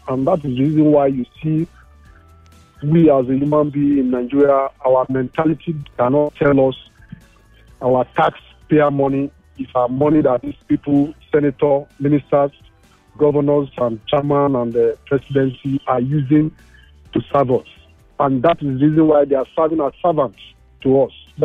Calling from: Kenya; Yeah, I'm sorry, I'm calling from Kenya.

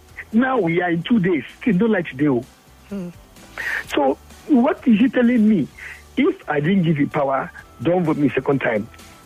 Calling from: Ogun, Nigeria; from Ogun State.

